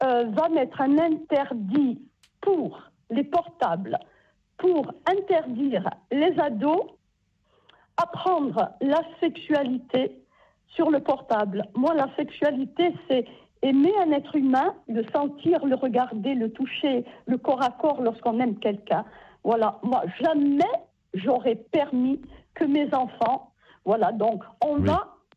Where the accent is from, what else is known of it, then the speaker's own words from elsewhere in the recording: Ajaccio, Corsica, France; now in Sartène, France; Oui, j'habite, normalement je suis d'Ajaccio